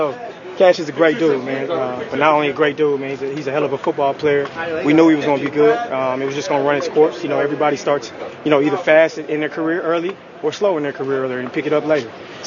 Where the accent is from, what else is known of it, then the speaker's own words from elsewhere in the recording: Dallas, Texas, United States; I'm from Dallas, born and raised.